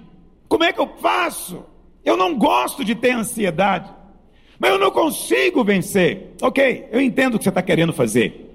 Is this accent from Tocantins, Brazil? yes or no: no; Goiás, Brazil; moved away; Lá em Goiás a gente passa pedra para arear a panela.